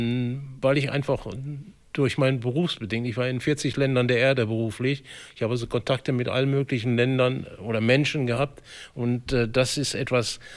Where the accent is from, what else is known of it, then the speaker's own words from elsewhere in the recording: North Rhine-Westphalia, Germany; moved away as an adult; now in East Frisia, Germany; Nein, ich komme aus dem Ruhrgebiet. Lässt sich manchmal an der Sprache nicht verheimlichen. Verstehe aber platt inzwischen schon ein bisschen was. Sprechen weniger.